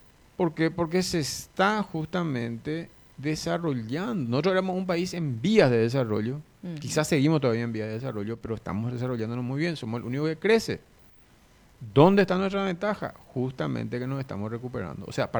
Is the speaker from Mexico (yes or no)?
no; Paraguay